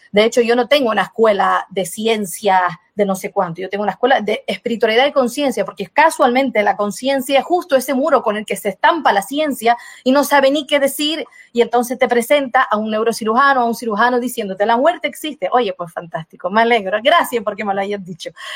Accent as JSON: {"language": "Spanish", "country": "Brazil", "said": "Yo soy indígena, yo soy brasileña natural brasileña"}